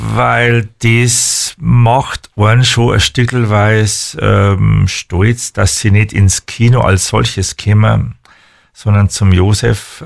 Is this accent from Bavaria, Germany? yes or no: yes; Wolnzach, Bavaria, Germany; dass ich mit dem Betreiber, dem jetzigen Betreiber des örtlichen Kinos von meinem Heimatort in Wolnzach, das ist der Max Amper, mit dem in die Schule gegangen bin.